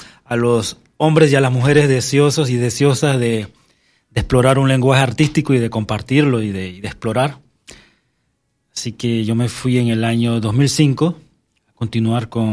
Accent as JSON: {"language": "Spanish", "country": "Panama", "moved": "as an adult", "said": "Yo me fui de Panamá a los 30 años."}